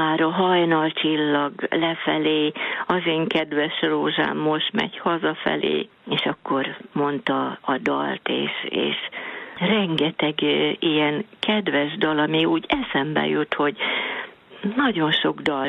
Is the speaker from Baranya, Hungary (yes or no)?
no; Sáp, Hajdú-Bihar, Hungary; moved away as an adult; now in Berettyóújfalu, Hungary; Én Sápon nőttem fel, és mikor férhez mentem Berettyóújfaluba